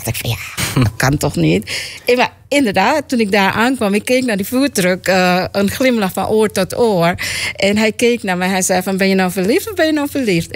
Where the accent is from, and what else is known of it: Suriname; born there; also born or lived in Dallas